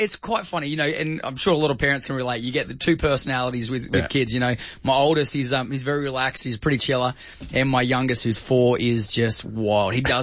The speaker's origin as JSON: {"language": "English", "country": "Australia", "tie": "born or raised there", "said": "And, you know, the truth is that this is my hometown. This is my, Australia has really been, you know, so good to me."}